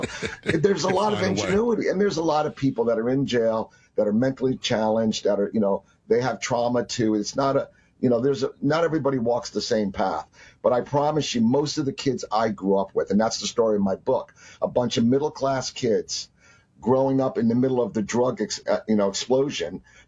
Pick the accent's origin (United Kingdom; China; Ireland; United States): United States; New Jersey; also born or lived in New Orleans; Well, the bigger departure was from New Jersey. Because I started out as a little farm boy. My parents had a house on my grandfather's farm, and I was running throug